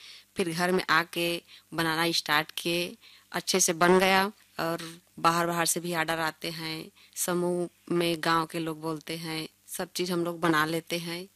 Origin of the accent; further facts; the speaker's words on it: Parsapali, Chhattisgarh, India; परसापाली की रहने वाली हूँ।